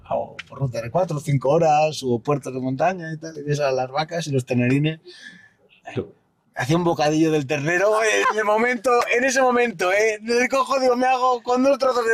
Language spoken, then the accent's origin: Spanish; León, Castile and León, Spain; born there; soy un enamorado de León